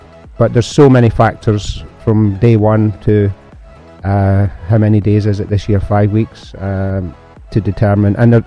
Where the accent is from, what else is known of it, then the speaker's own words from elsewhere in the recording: Glasgow, Scotland, United Kingdom; accent: Scottish; moved away as an adult; also born or lived in Jersey; Yeah, I am Scottish, born in Glasgow. But I moved country when I was 19, 20 to seek better opportunities, and spent most of my adult life on a small island of Jersey, not New Jersey in the US, but small Jersey